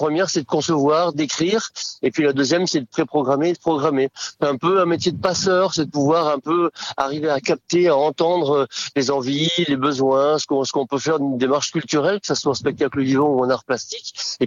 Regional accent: Nouvelle-Aquitaine, France; il était clarinettiste des balles et banquets chez nous dans le Poitou

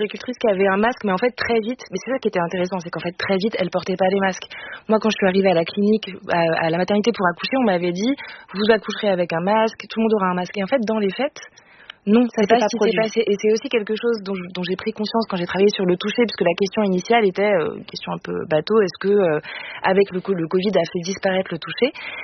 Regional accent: Grand Est, France; On vient de Lorraine. Est-ce que c'est lié? Je ne sais pas.

